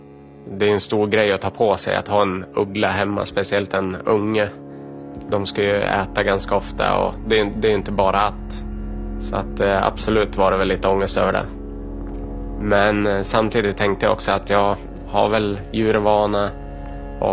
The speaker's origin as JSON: {"language": "Swedish", "country": "Sweden", "moved": "yes", "said": "jag kommer från Sverige"}